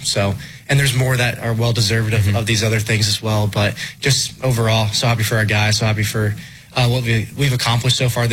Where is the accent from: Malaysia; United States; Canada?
United States; Colorado; So going down to Arizona, my parents just moved down there. So I'm still from Colorado, but they're like, ah, oh, you're from Arizona now. I'm like, no, I'm not.